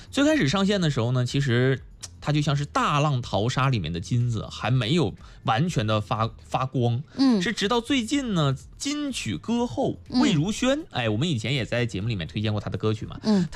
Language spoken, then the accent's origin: Chinese; Northeast China, China; 尤其是我们东北人